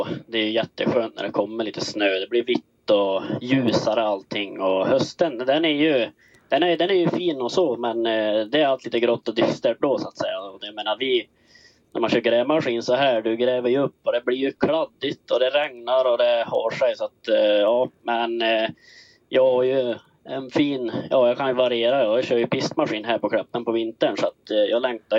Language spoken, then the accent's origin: Swedish; Lima, Dalarna County, Sweden; jag är väl här hemma i Lima, där jag är född och uppvuxen.